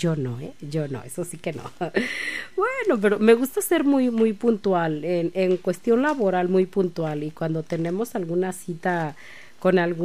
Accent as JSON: {"language": "Spanish", "country": "Mexico", "said": "nosotros como mexicanos siempre andamos llegando tarde."}